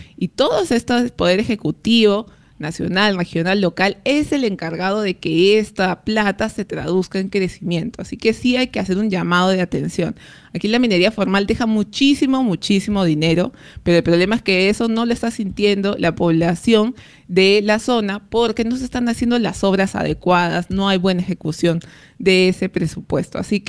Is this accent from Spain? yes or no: no; Peru; como peruanos, que vivimos en un país predominantemente minero, históricamente minero